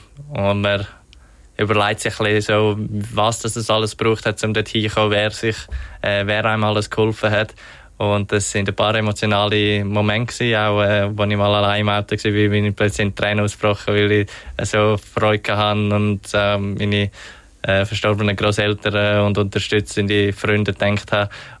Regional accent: Switzerland

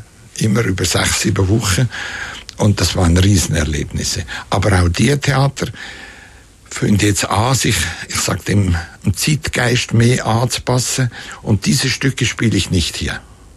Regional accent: Kaltbrunn, St. Gallen, Switzerland; Und da gab es damals in dem Dorf, wo ich aufgewachsen bin, Kaltbrunn hat das geheißen. Heißt heute noch.

